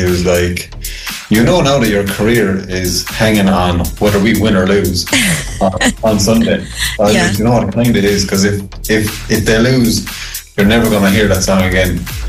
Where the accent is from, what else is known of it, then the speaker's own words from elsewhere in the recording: Dingle, Munster, Ireland; I'm from Dingle, small town in the southwest of Ireland.